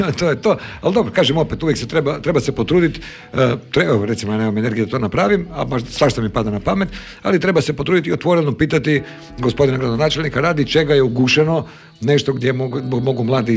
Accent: Istria County, Croatia; ja sam sa Stoje

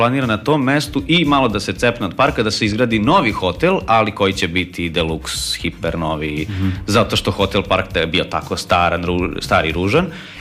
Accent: Novi Sad, Vojvodina, Serbia; Da, ja sam iz Novog Sada i ja radim u Novom Sadu. I ja mogu da primetim i vidim da Novi Sad ne liči uopšte na onaj Novi Sad u kom sam ja odrastao i u kom sam se školovao.

